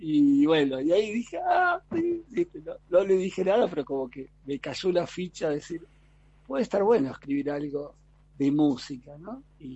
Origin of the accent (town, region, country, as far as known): La Plata, Buenos Aires Province, Argentina